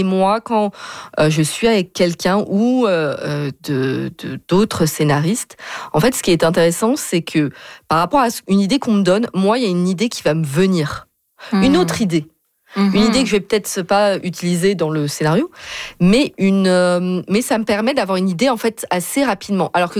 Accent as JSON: {"language": "French", "country": "France", "said": "en tout cas moi je viens de France. En France, il y a peut-être plus, on dit toujours, il y a le côté organique d'écrire un film."}